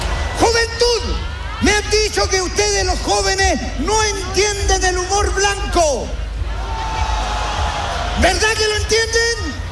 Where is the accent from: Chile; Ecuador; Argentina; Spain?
Chile; La Florida, Santiago Metropolitan Region